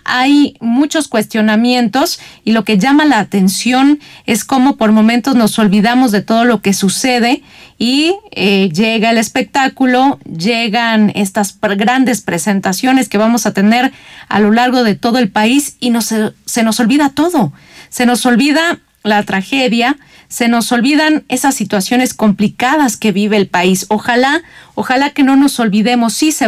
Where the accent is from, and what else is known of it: Mexico